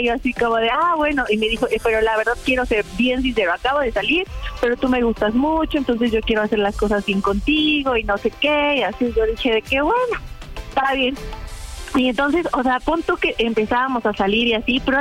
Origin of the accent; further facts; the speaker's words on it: Iguala, Guerrero, Mexico; Claro, soy de aquí, del estado, el hermoso estado de Guerrero, de Iguala.